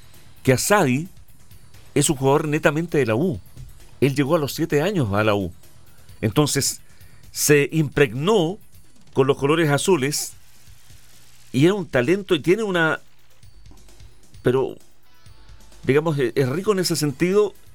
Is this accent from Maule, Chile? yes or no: yes; Linares, Maule, Chile; born there; soy de Linares, y soy de Linares